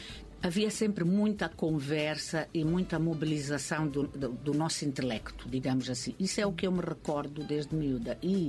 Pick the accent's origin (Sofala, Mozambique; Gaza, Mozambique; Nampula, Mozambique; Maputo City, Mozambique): Nampula, Mozambique; Apala; born there; Eu nasci em Apala, distrito de Ribaué, província de Nampula, uma aldeia.